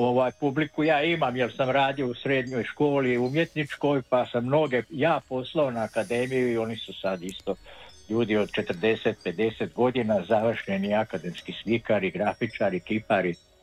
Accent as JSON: {"language": "Croatian", "town": "Osijek", "region": "Osijek-Baranja County", "country": "Croatia", "said": "I budući Slavonac, on je imao sentimente, a ja dolazim iz Osijeka."}